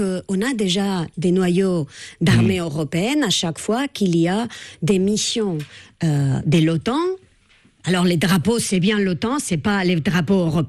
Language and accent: French; Spain; French is a second language; moi en tant qu'Espagnol, ça voudrait dire retourner à la dictature.